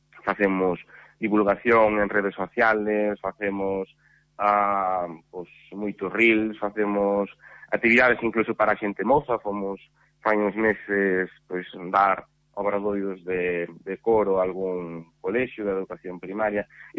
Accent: Carballo, Galicia, Spain; además eu son daqui de, pues son de Carballo, e por eso además tamén fai moitísima ilusión dirixir … aquí en Carballo temos unha tradición moi grande de música tradicional galega

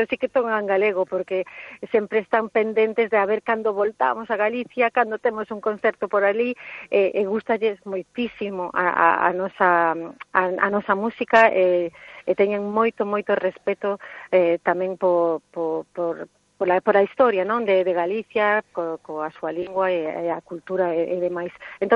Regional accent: Brussels, Belgium; cando decimos, somos de Bruselas e nacimos en Bruselas

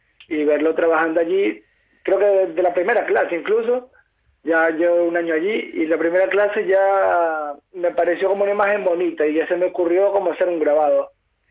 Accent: Caracas, Capital District, Venezuela; moved away as an adult; now in Galicia, Spain; si bien mis abuelos son españoles, mas no gallegos, en Caracas me crié en la Hermandad Gallega, es un club fundado por gallegos

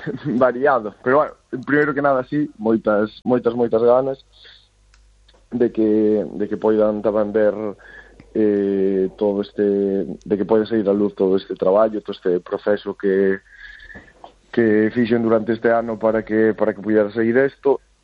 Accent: Galicia, Spain; Pois igual, simplemente son galego, falo galego, a miña lingua é o galego

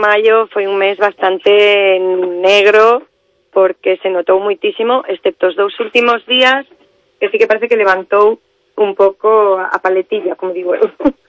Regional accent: Galicia, Spain; que nos come como galegos.

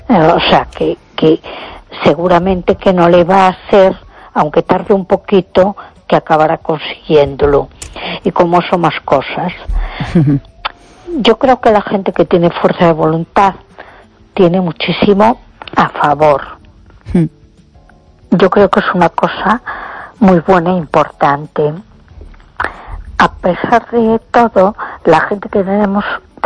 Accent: A Coruña, Galicia, Spain

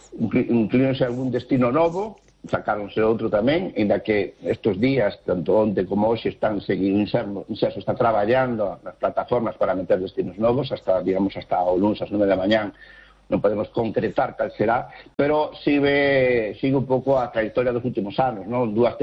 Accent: Galicia, Spain; tamén isto tamén enriquece non só a nós, sino tamén a donde vamos nós tamén como galegos.

